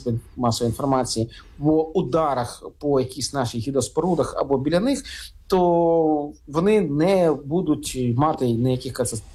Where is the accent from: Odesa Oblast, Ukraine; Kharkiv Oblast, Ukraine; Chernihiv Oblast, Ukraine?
Kharkiv Oblast, Ukraine; Kharkiv; born or raised there